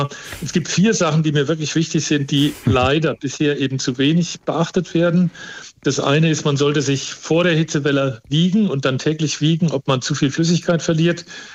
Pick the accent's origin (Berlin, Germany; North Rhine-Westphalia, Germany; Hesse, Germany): Hesse, Germany; Frankfurt; ich bin in Frankfurt aufgewachsen